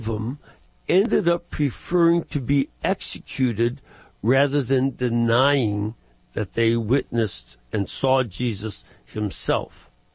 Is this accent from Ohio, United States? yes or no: no; Chicago, Illinois, United States; But again, it helps me as a Chicagoan to understand it.